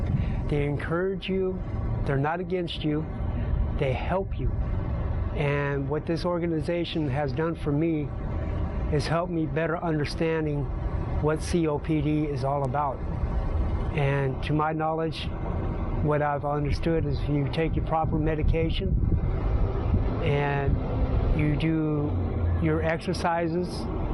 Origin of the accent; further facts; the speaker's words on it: Redondo Beach, California, United States; I'm from Redondo Beach, California.